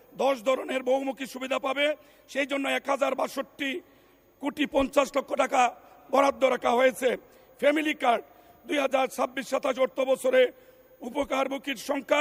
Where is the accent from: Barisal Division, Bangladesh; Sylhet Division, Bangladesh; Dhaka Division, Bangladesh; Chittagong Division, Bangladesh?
Sylhet Division, Bangladesh; Habiganj